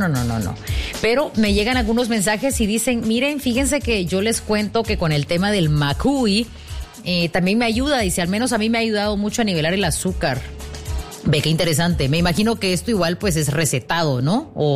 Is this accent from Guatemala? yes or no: yes; Guatemala; como buen chapín, aunque haya calor, tomamos caldito de macuy